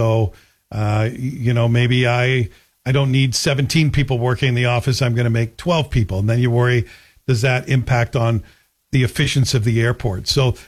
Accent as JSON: {"language": "English", "country": "Canada", "said": "as a passenger and as a Canadian, I'm in."}